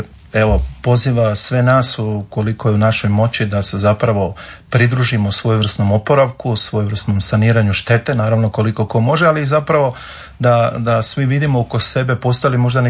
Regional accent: Croatia

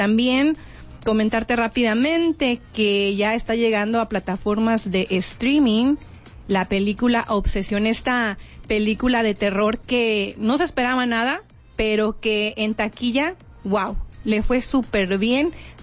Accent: Piedras Negras, Coahuila, Mexico; la gente que nacimos y crecimos en Piedras Negras, y luego que a lo mejor hemos tenido oportunidad de vivir, ya sea por trabajo o lo que sea, en otra ciudad

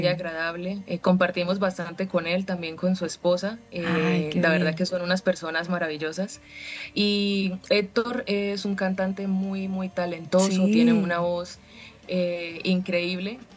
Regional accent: Sincelejo, Sucre, Colombia; born there; now in Bucaramanga, Colombia; Soy del Caribe colombiano, pero estoy en Bucaramanga. Llevo ya aquí bastantes añitos.

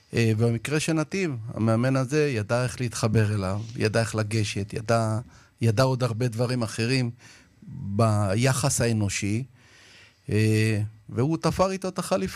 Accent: Yoshivia, Southern District, Israel; אני בן למשפחה חקלאית, אנחנו במקור ממושב יושיביה.

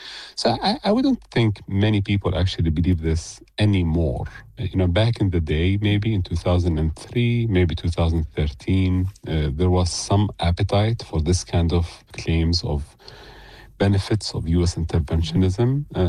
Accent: Baghdad, Baghdad Governorate, Iraq; I was born in Baghdad and grew up there on and off. Had a very extended network of friends and family and neighbors.

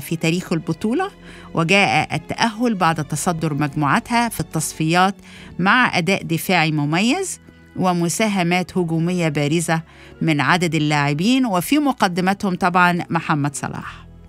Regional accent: Egypt; أنا فخورة إن أنا أكون مصرية

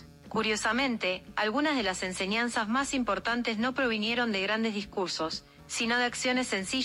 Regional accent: Argentina; la argentina más mexicana.

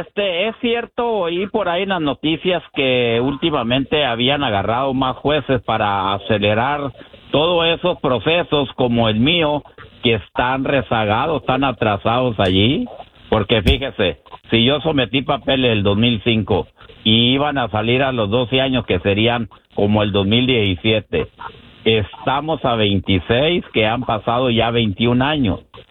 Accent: Buenaventura, Chihuahua, Mexico; Soy del estado de Chihuahua, jefe.

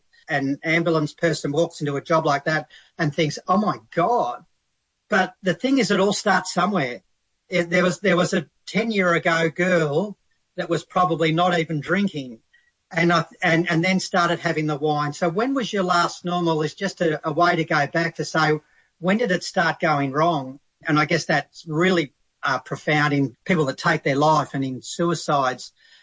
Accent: Australia

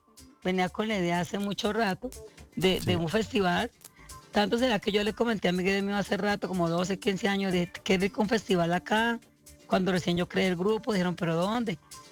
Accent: Chaparral, Tolima, Colombia; dibujo como si era un festival de un pueblo, como yo soy de Chaparral, allá se hacen las ferias.

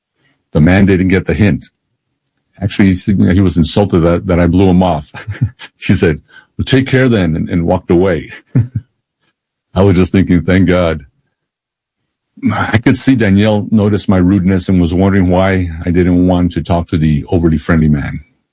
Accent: El Paso, Texas, United States; You know, one of the greatest worries working undercover in my hometown of El Paso was being recognized by someone who knew my true identity.

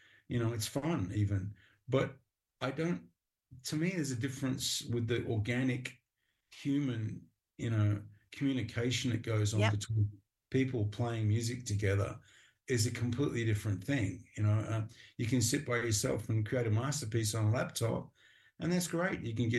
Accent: Perth, Western Australia, Australia; I remember very clearly, you know, as a little kid growing up in Perth in Western Australia, Mum gave me a little transistor radio, and I used to put it under my pillow at night.

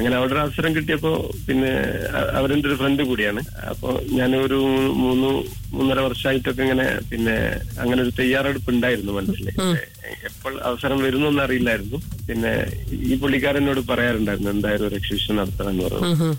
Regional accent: Kozhikode, Kerala, India; moved away as an adult; now in Qatar; നാട്ടില് കോഴിക്കോട്, ഫറൂഖ് കഴിഞ്ഞ് ഫറൂഖ് കോളേജ് കഴിഞ്ഞ് തിരുത്തിയാട് നടന്ന സ്ഥലം.

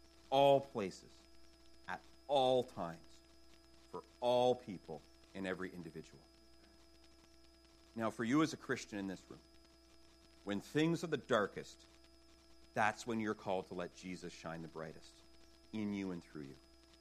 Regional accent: Canada; I'm Canadian, right?

